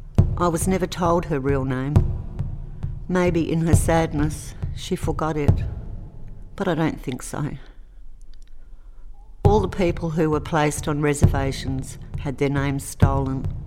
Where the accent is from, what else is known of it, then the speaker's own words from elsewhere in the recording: England, United Kingdom; born there; which is quite appropriate due to the fact that I was born in England.